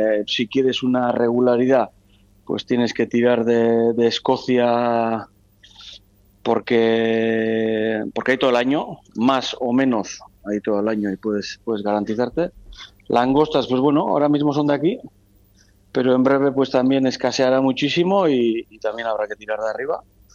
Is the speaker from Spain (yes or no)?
yes; Ondarroa, Basque Country, Spain; hemos vivido, hemos crecido, hemos comido gracias a que nuestro padre pues pescaba merluza en Ondarroa.